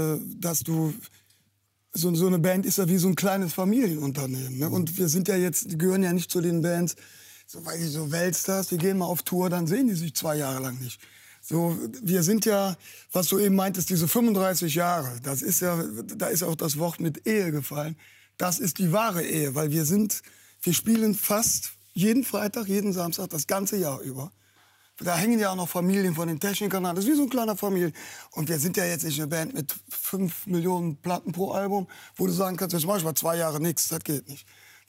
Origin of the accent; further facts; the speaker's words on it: Cologne, North Rhine-Westphalia, Germany; wir sind ja Kölner.